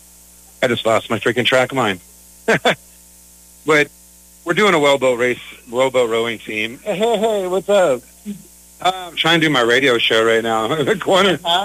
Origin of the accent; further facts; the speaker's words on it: California, United States; moved away as an adult; also born or lived in Riverside, California / Pittsburg, California; now in Vallejo, United States; I am proud to live at a waterfront city. My whole life, because I grew up at the Orange County coastline, it was, I want to live by the water. And I got to do that when I moved to Pittsburgh from Riverside, California over 20 years ago.